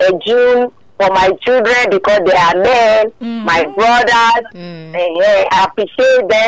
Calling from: Lagos, Nigeria; I'm calling from Alaba International.

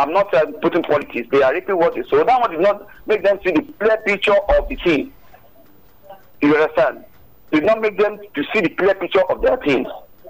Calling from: London, United Kingdom; from London.

